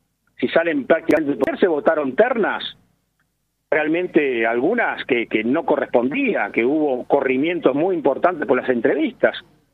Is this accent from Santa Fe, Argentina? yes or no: yes; Rosario, Santa Fe, Argentina; Yo voté en Santa Fe, soy rosarino.